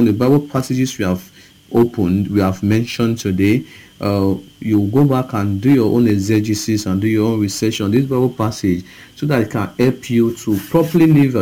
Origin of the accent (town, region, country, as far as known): Okada, Edo, Nigeria